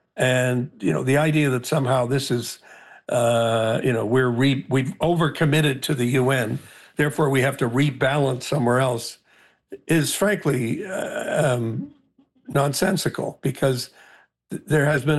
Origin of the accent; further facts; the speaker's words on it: Canada; as Canadian members of a mission.